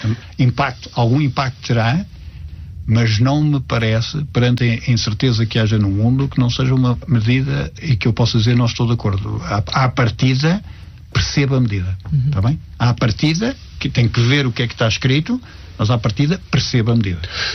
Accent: Portugal

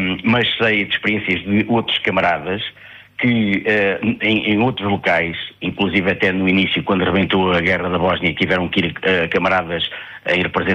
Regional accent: Portugal; E também as nossas características como portugueses, não é?

